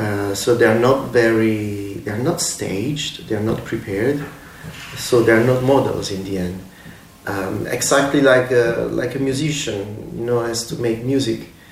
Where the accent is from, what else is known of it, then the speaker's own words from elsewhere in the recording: Naples, Campania, Italy; English is a second language; it's a very common word in Neapel. I come from Naples, Neapel. And we often use the word bordello to indicate confusion.